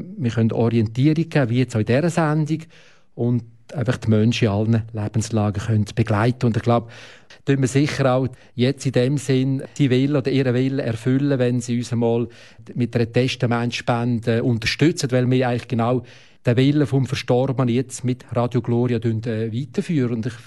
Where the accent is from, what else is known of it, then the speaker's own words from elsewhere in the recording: Switzerland; Das heisst, wir als Schweizer, unsere Gesellschaft, tut für die Zukunft Vorsorge.